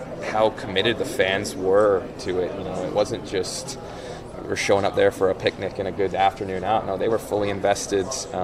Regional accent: Canada; I grew up in Canada.

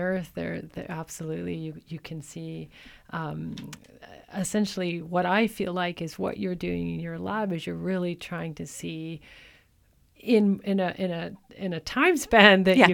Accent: British Columbia, Canada; also born or lived in Calgary, Alberta; I'm a longtime British Columbian. Mm-hmm. I was born in Calgary, but spent my whole life in this province, really.

